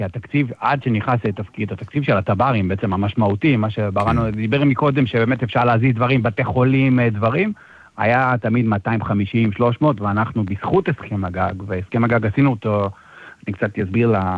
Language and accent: Hebrew; Herzliya, Tel Aviv District, Israel; אני גדלתי בשיקון ויצמן